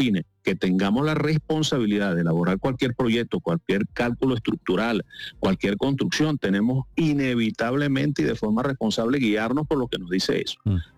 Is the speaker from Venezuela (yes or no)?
yes; Venezuela; Entonces, desde el punto de vista como venezolano, ya le estoy diciendo, nuestro trabajo lo estamos realizando aquí